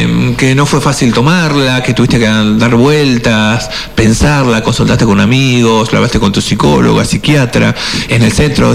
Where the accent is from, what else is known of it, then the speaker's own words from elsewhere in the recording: Buenos Aires, Argentina; Yo nací en... Soy porteño de ley. Nací directamente en el centro de lo que es Buenos Aires.